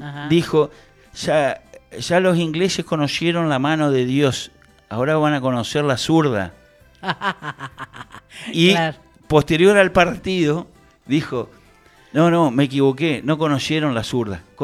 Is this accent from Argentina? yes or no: yes; Argentina; soy argentino